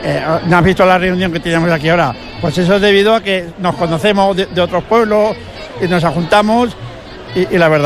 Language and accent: Spanish; Pinsoro, Aragon, Spain; now in Ejea de los Caballeros, Spain; No, yo es que tengo un piso aquí en Ejea, aunque soy de Pinzoro, pero toda la semana de fiesta me vengo al piso y lo pasamos aquí toda la fiesta